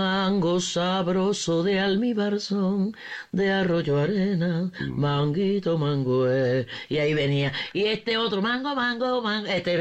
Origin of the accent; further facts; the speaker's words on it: Havana, Cuba; born there; mi familia, todos mis padres y mi hermana mayor son de Pinar del Río. Pero ya de mí para abajo todos nacimos en La Habana.